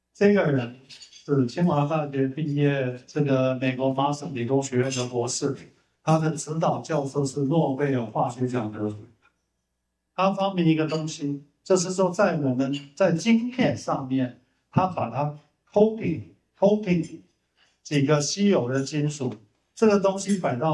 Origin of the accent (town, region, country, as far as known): Taiwan